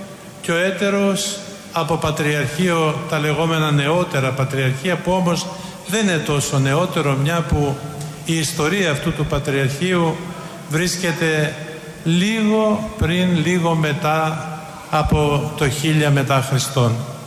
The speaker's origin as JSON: {"language": "Greek", "town": "Kalamaria", "region": "Central Macedonia", "country": "Greece", "said": "Όσοι γεννηθήκαμε στην Καλαμαριά ή κατοικούμε στην Καλαμαριά"}